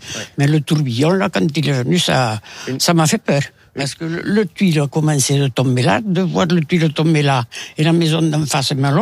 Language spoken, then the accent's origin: French; Villepinte, Occitanie, France; Moi, je suis native de Villepinte là-bas.